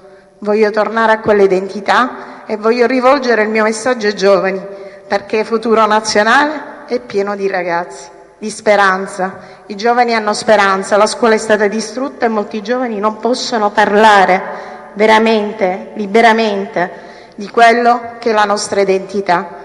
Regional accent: Mazara del Vallo, Sicily, Italy; Io vengo da Mazara del Vallo, la pesca è stata distrutta

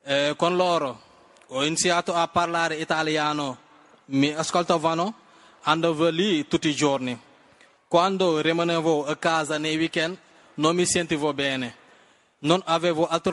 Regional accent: Louga, Senegal; also born or lived in Ngansar; now in Italy; Sono nato in un piccolo villaggio che si chiama Ngansar, ma sono cresciuto a Louga.

